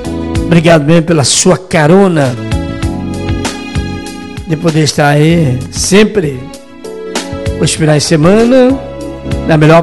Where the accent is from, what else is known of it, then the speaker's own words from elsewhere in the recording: Brazil; Somos brasileiros.